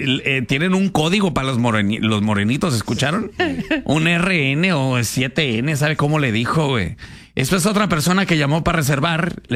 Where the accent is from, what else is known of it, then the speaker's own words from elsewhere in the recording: Mexico; somos los mexicanos